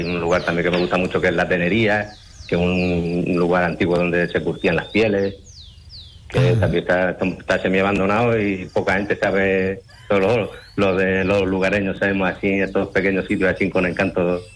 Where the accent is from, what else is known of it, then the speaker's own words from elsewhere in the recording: El Almendro, Andalusia, Spain; mi pueblo me gusta entre otras cosas porque aquí es donde tengo mi gente, tengo mi familia, tengo mis amigos